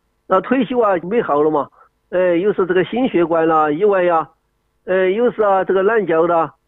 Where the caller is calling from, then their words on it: Chongqing, China; 哎，李老师啊，我是重庆的一个患者。